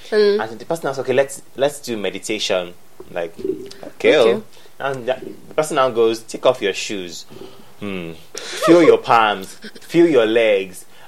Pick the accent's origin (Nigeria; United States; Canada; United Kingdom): Nigeria; I'm too Nigerian for that.